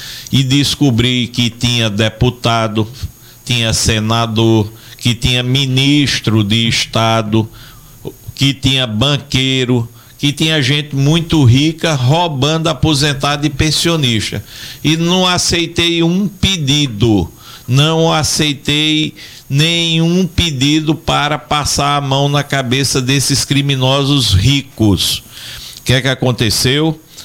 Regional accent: Alagoas, Brazil; eu sou alagoano com orgulho

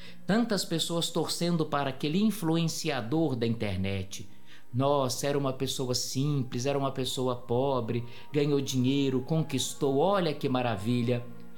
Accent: Brazil; nós somos brasileiros

